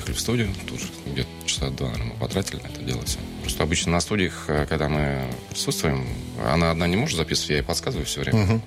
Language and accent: Russian; Ryazan, Ryazan Oblast, Russia; now in Moscow, Russia; Хотя я сам родом из Рязани, да. Ну, живу уже лет 15 раз. Живу, уже работаю здесь, в Москве.